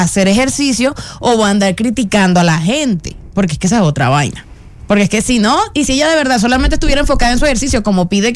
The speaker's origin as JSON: {"language": "Spanish", "town": "Cereté", "region": "Córdoba", "country": "Colombia", "moved": "yes", "said": "Cuando yo estaba de vacaciones en el pueblo donde yo soy, Ceret de Córdoba"}